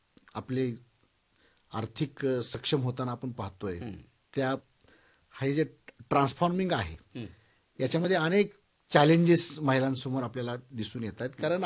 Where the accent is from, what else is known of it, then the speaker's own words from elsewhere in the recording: Ambewadi, Maharashtra, India; moved away as an adult; now in Phondaghat, India; माझं बालपण हे आताचा जो धाराशिव जिल्हा आहे त्यामध्ये आंबेवाडी हे मूळ गाव आहे माझं. त्या ठिकाणी मी माझा जन्म झाला आणि मी माझं जे प्राथमिक शिक्षण आहे ते जिल्हा परिषदेच्या शाळेमध्ये झालेलं आहे.